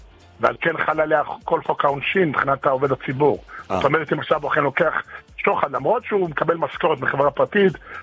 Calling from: Be'er Ya'akov, Central District, Israel; אני מבאר יעקב

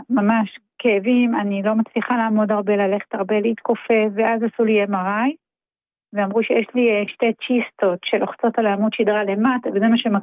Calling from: Kiryat Bialik, Haifa District, Israel; אני מקריית ביאליק.

